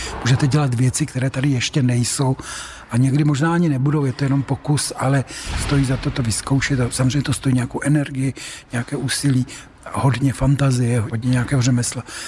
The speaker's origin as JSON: {"language": "Czech", "town": "Cheb", "region": "Karlovy Vary Region", "country": "Czechia", "tie": "born or raised there", "also_born_or_lived": "České Budějovice / Aš", "moved": "as an adult", "said": "Já jsem rodák z Chebu, to město mám do dneška rád, tam jsem taky vychodil gymnázium"}